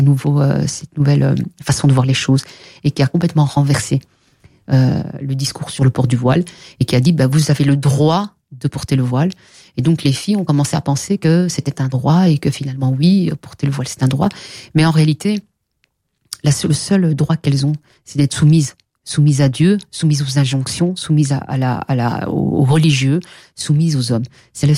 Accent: Belgium; chez nous en Belgique

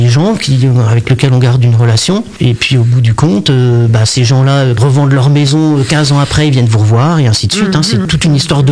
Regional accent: Corbigny, Bourgogne-Franche-Comté, France; Je suis originaire de Corbigny à la base

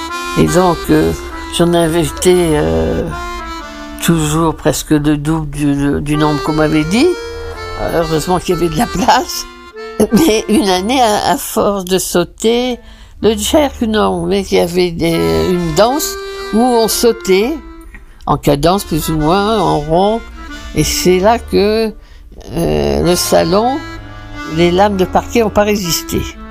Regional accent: Néris-les-Bains, Auvergne-Rhône-Alpes, France; also born or lived in Nice; je suis née à Néry-les-Bains. Donc j'ai vécu longtemps à Néry, du fait que mes parents avaient un hôtel qui s'appelait l'Hôtel du Moulin, en face de l'établissement thermal. Née dans cet hôtel

